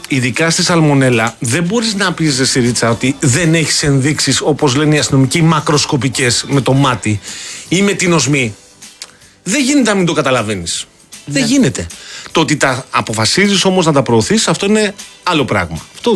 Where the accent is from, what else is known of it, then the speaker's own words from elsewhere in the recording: Greece; Θα μου πείτε, εμείς είμαστε Έλληνες, τι δουλειά έχουμε να συζητάμε γιατί.